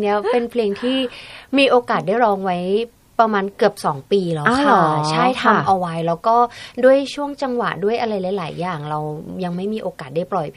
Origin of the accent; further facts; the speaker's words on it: Nakhon Ratchasima, Thailand; เกิดและโตที่โคราชเลย